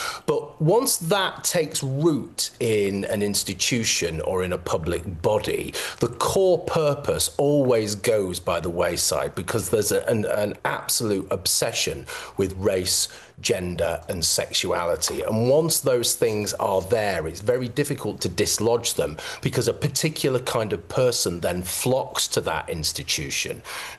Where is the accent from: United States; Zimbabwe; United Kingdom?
United Kingdom; Manchester, North West England; This was when I lived in Manchester. I'm from Manchester, and I was teaching at a university there.